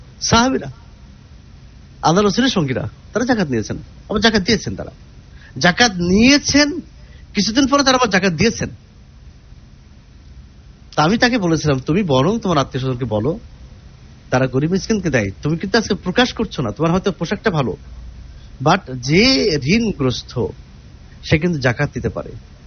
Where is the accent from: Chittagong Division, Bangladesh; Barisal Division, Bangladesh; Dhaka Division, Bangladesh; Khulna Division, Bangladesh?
Khulna Division, Bangladesh; Kushtia; অনেক মানুষ আসতে চায় দূরের থেকে, রংপুর, দিনাজপুর, আমার বাড়ি যেমন কুষ্টিয়া, সিলেট, চট্টগ্রাম, সারা দেশ থেকে আসে।